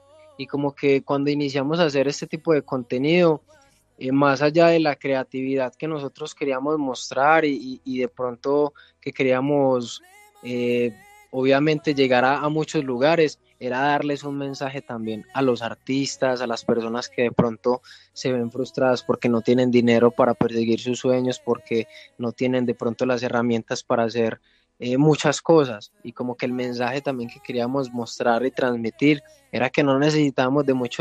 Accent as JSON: {"language": "Spanish", "town": "Pereira", "region": "Risaralda", "country": "Colombia", "moved": "yes", "lives_now": "Medellín, Colombia", "said": "yo soy de Pereira. Uh-huh. ¿Sí me entiendes? Yo vivo acá en Medellín y todo, pero pues yo soy de Pereira, toda mi familia está en Pereira"}